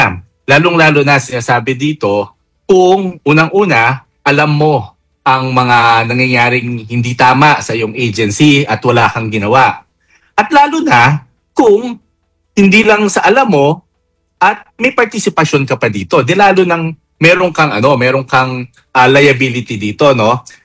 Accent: Cavite, Philippines; Tagalog ako eh. Cabiteño.

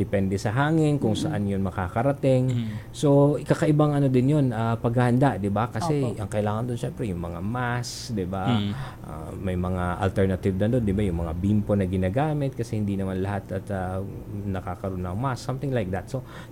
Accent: Masbate, Bicol Region, Philippines; Pareho pala tayong Bicolano.

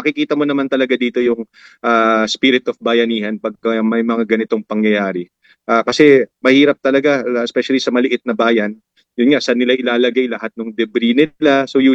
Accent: Cagayan Valley, Philippines

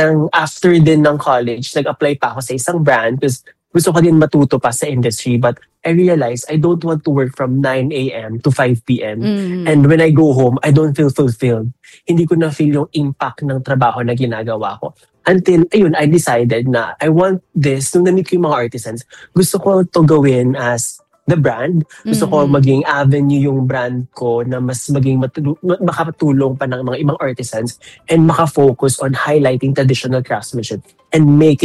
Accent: Davao City, Davao Region, Philippines; So I'm born and raised in Davao City, but I never got the chance to explore our culture.

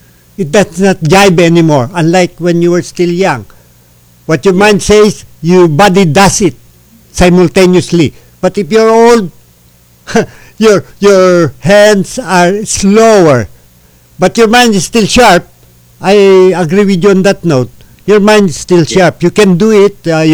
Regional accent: Philippines; although I'm a Filipino

